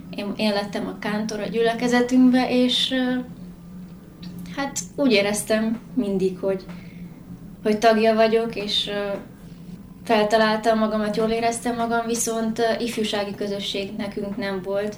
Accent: Szék, Cluj County, Romania; Én Székről, egy mezőségi kis faluból származom, és Isten kegyelméből egy hívő családba, egy keresztény háttérbe tudtam felnőni.

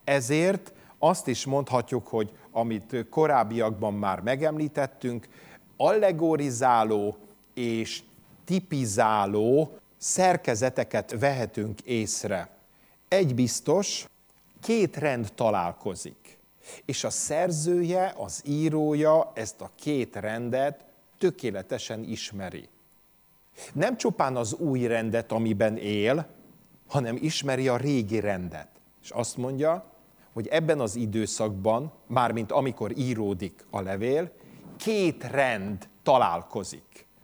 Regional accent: Hungary; born there; akik itt születtünk, tudjuk, hogy ez a nemzeti himnuszunkból

